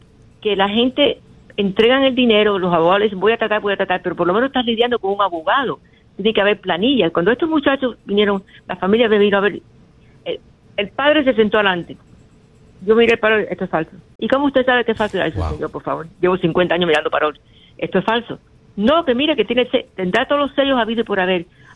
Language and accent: Spanish; New York, United States; also born or lived in Cuba; A mí me trajeron de Cuba en el año 62. Yo tenía 8 años. Yo me crié en Nueva York.